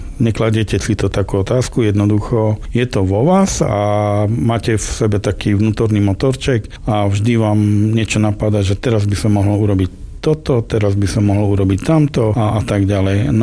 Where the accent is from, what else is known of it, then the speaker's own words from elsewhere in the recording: Prešov, Prešov Region, Slovakia; first language Romani; Slovak is a second language; My tým, že sme romskou prešovskou rodinou, tak ja som vyrástal v romskej rodine, kde sa od mala komunikovalo, alebo respektíve som počúval romčinu. Ja do svojho vstupu do materskej škôlky, ja som napríklad nevedel rozprávať po slovensky.